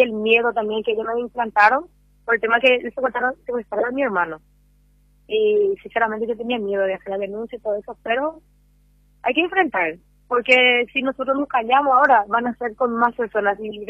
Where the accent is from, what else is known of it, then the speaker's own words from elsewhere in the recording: Paraguay; born there; Yo soy paraguaya, hija de brasilero. Sí. Yo nací acá en esta ciudad.